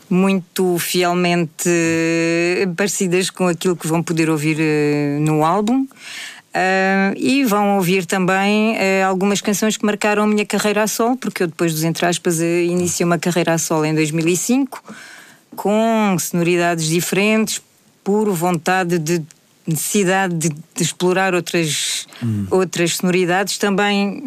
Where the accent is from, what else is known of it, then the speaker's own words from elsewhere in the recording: France; Logo eu que vim de França, uhum. não é? E que de repente pego na língua portuguesa